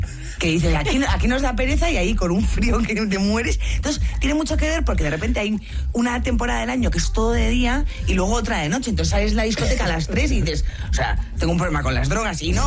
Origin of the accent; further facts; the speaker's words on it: Basque Country, Spain; yo como buena vasca salía de fiesta